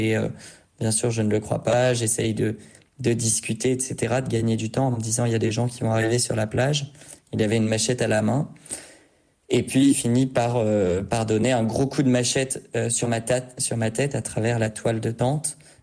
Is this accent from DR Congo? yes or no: no; France; Jamais je n'ai ouvert ma porte, chez moi en France, à un inconnu, en disant, vous êtes ici, chez vous.